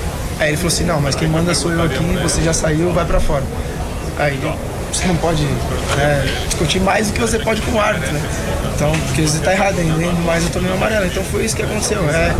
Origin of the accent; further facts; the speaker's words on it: Brazil; Cara, eu sou brasileiro como você também é, né?